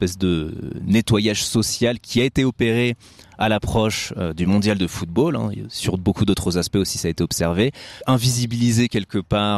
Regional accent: France; now in Mexico; il y a toute une partie de l'été que je passerai en France. Je vais bientôt partir d'ailleurs, donc chez moi, là d'où je viens, pour visiter la famille, les amis, après près de 2 ans d'absence.

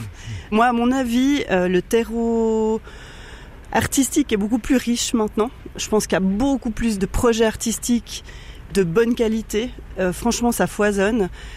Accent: Échandens, Vaud, Switzerland; also born or lived in Morges; j'ai grandi à Échandon, puis j'ai fait mes écoles à Morges, d'Anges, donc je suis vraiment dans le coin là. Depuis longtemps.

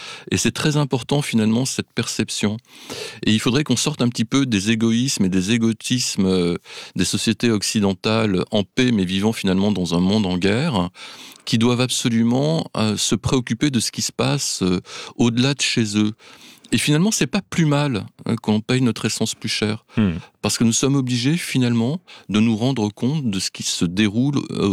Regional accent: France; chez nous en France

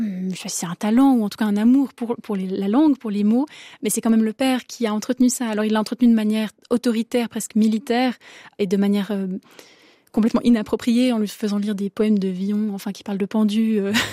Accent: Romandy, Switzerland; et aussi en tant que Suisse, que Suisse romande.

